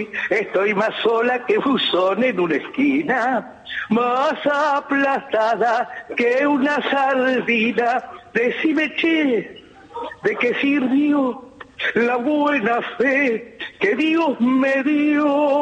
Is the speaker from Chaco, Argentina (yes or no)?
no; Buenos Aires, Argentina; Yo nací en Avellaneda 373, en el Sanatorio del Carmen, donde hoy hay un hotel.